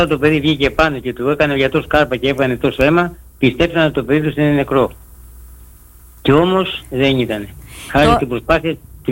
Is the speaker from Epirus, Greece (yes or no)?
no; Lithakia, Ionian Islands, Greece; Λιθακιά, Λιθακιά.